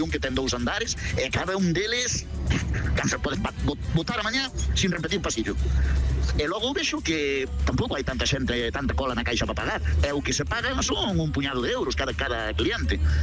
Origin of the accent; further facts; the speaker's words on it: Lugo, Galicia, Spain; Eu son de Lugo, non? Lugo non é unha cidade tan grande.